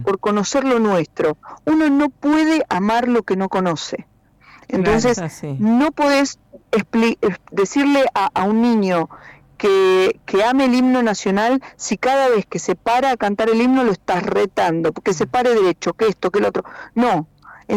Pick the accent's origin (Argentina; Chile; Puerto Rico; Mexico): Argentina